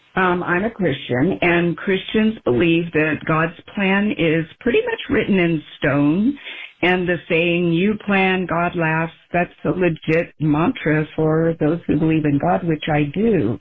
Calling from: Crestline, California, United States; I'm from Crestline, California.

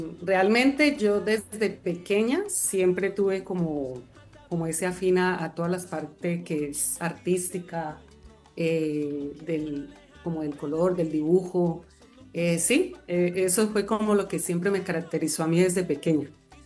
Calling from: Popayán, Cauca, Colombia; accent: southern; Sí, yo soy de aquí, de Popayán.

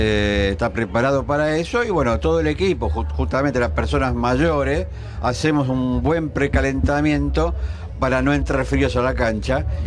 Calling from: Tristán Suárez, Buenos Aires Province, Argentina; Vivo en Tristán Suárez

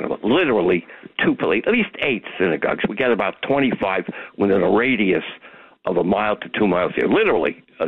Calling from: New York City, New York, United States; I live in Forest Hills.

